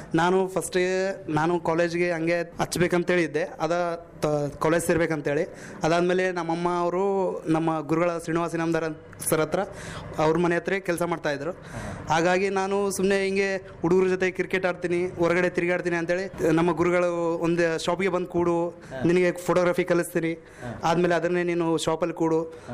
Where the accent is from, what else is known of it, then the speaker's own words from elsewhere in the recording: Raichur, Karnataka, India; also born or lived in Sangavara, Shahapur taluk, Yadgir district; ನಾವು ನಮ್ಮ ತಂದೆಯವರು ನಾನು ಚಿಕ್ಕವನಿದ್ದಾಗೆ ಬಂದು ಇಲ್ಲಿ ರಾಯಚೂರಲ್ಲಿ ಬಂದು ಒಂದು ಕೂಲಿ ಕೆಲಸಗಳನ್ನು ಮಾಡ್ತಿದ್ರು.